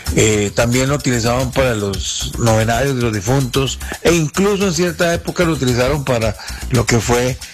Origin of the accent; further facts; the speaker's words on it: San Carlos, Alajuela, Costa Rica; Yo soy oriundo de San Carlos